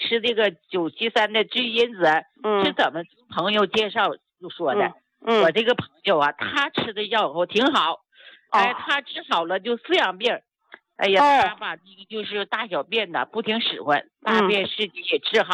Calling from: Heilongjiang, China; 我是黑龙江的

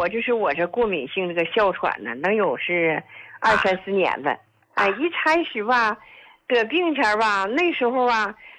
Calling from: Yingkou, Liaoning, China; 我是来自辽宁，就是营口的患者。

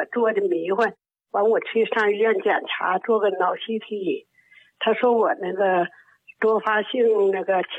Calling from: Shenyang, Liaoning, China; 我是沈阳的。

